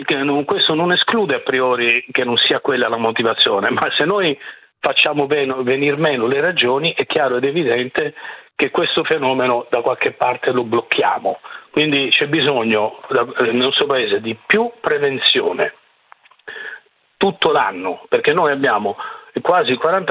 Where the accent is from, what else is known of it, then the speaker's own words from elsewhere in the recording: Calabria, Italy; io lo dico anche da calabrese.